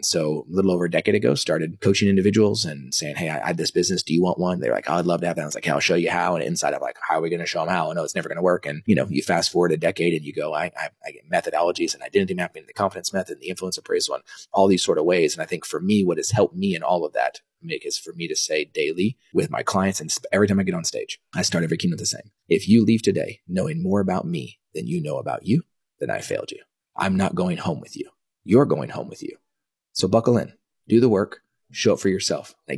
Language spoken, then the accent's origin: English; Dallas, Texas, United States; also born or lived in Kansas; So I was born in 1983. I was born in Kansas, only lived there for about a week, came back to Dallas